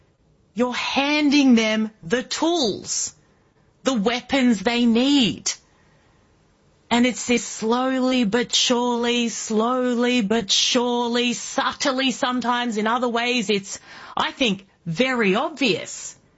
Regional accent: Indonesia; born or raised there; also born or lived in Australia

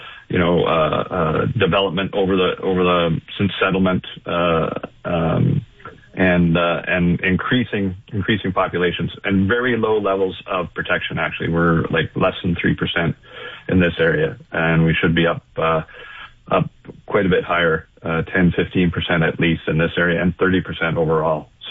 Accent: Ottawa Valley, Ontario, Canada; moved away as an adult; now in Toronto, Canada; I'm from the Ottawa Valley, and I've been in Toronto area and southern Ontario for over 20 years

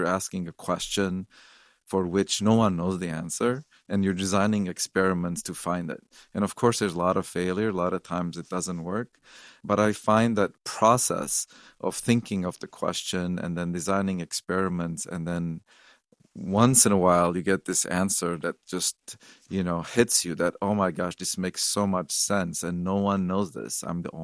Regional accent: Lebanon; moved away; I'm an immigrant from Lebanon of Armenian origin

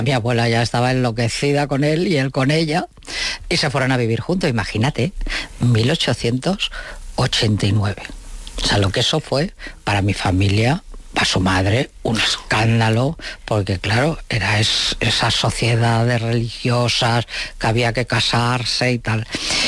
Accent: Navalsao, Castile and León, Spain; este pueblecito que yo te digo, de Navalsao, de Ávila. Y él se fue hasta Ávila en tren, y de Ávila a mi pueblo en burro.

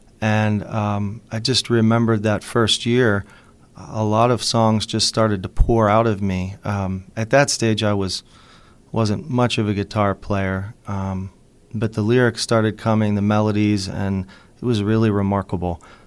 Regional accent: Mount Lebanon, Pennsylvania, United States; I grew up in Pittsburgh, more specifically Mount Lebanon, and still live there. Taught there for 24 years.

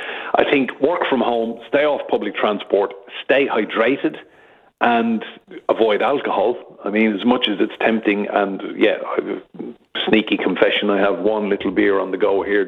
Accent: Ireland; I don't ever remember heat like this when I was a kid in the 80s growing up in Ireland.

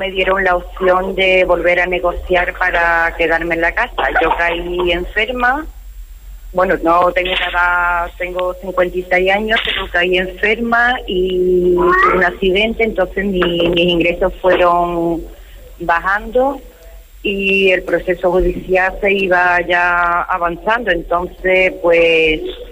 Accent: Huelva, Andalusia, Spain; Soy de Huelva capital.

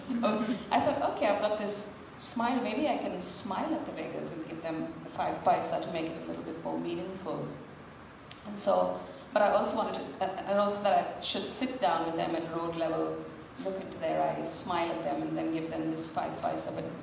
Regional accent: Mumbai, Maharashtra, India; So I guess, first of all, I come from India. I grew up in a really very small connected neighborhood on the outskirts of Mumbai in a little suburb called Chembur.

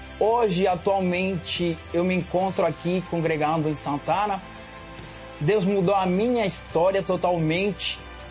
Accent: Cuba; born there; Portuguese is a second language; moved away; Eu vim de Cuba, eu sou cubano, nascido em Cuba, então lá é um pouco difícil porque lá a religião é diferente.

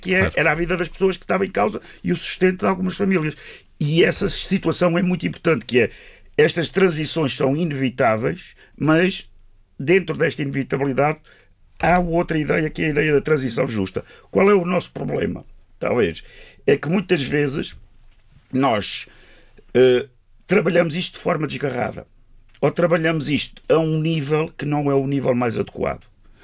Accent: Azores, Portugal; Eu dou o exemplo da minha terra sempre, que é o exemplo da caça à baleia. A caça à baleia nos Açores...

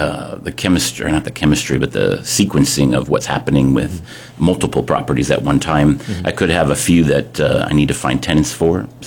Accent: Apple Valley, California, United States; born there; now in Hawaii, United States; So I was born in Apple Valley, California. It's a little town in the high desert of Southern California.

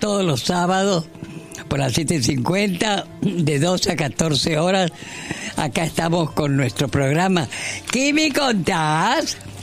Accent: Paraná, Entre Ríos, Argentina; yo soy de Paraná

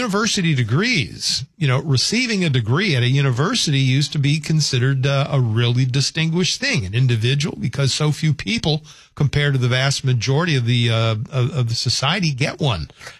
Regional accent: New Orleans, Louisiana, United States; I mean, good grief, I'm from New Orleans

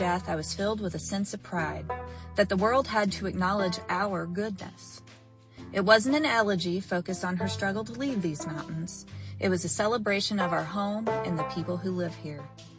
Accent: Cherokee County, North Carolina, United States; As a kid growing up in Cherokee County, North Carolina

